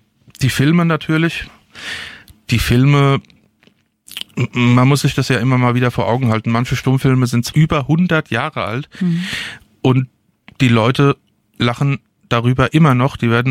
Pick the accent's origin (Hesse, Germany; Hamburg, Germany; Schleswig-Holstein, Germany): Hesse, Germany; Darmstadt; ich bin hier in Darmstadt geboren und aufgewachsen.